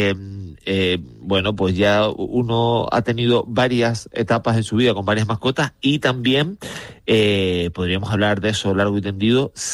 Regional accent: La Orotava, Canary Islands, Spain; Mi infancia en Orotava teníamos un pato de mascota

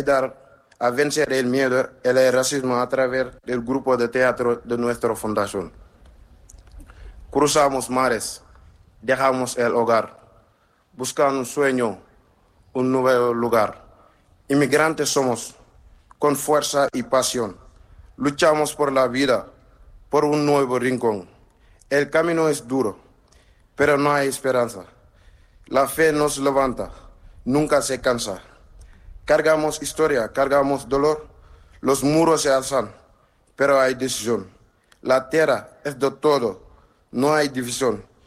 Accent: Senegal; Tengo 20 años y soy de Senegal.

